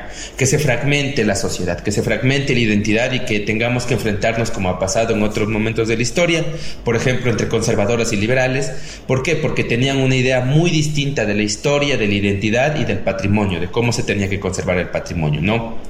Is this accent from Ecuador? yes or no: yes; Ambato, Tungurahua, Ecuador; yo soy de Ambato, de la parroquia Huachigrande, perdón, del barrio Huachigrande. En la parroquia en la que yo habito específicamente hay una gran cantidad de migrantes lojanos, de Macará específicamente